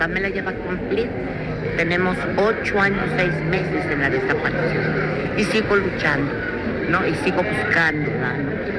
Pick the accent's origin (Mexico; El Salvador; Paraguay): Mexico; Mexico City; Yo soy de la Ciudad de México, donde nunca se había destapado la...